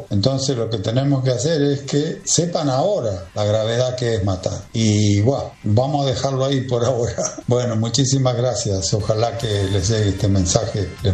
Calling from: Santa Teresita, Buenos Aires Province, Argentina; de acá del Partido de la Costa, Santa Teresita.

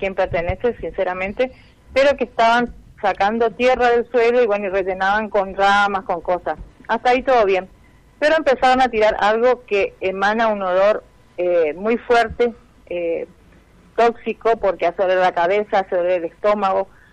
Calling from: Argentina; Vivo en Ruta 11, kilómetro 998.

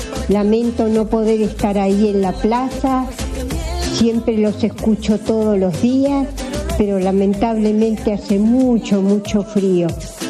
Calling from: Lanús, Buenos Aires Province, Argentina; de Lanús.

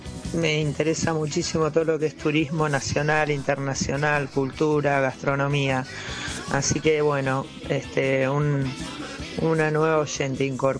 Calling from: Palermo, Buenos Aires, Argentina; de Palermo.

